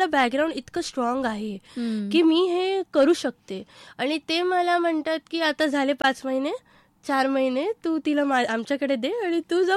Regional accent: Nagpur, Maharashtra, India; moved away as an adult; now in Ahmednagar, India; मी नागपूरची आहे

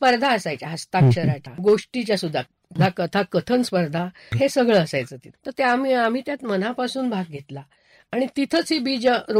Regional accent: Ahmednagar, Maharashtra, India; now in Mumbai, India; माझंही बालपण इथे गेलं आणि जन्मच म्हणजे माझा इथला.

